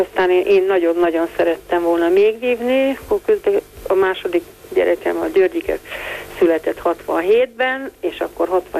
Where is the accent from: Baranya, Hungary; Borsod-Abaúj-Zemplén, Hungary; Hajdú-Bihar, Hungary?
Borsod-Abaúj-Zemplén, Hungary; Miskolc; now in Budapest, Hungary; Mintán Miskolcról jöttem Budapestre, már akkor ugye válogatott kerettagként